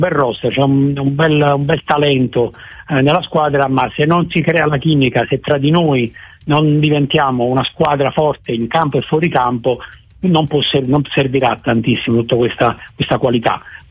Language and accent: Italian; Naples, Campania, Italy; da napoletani dobbiamo dirlo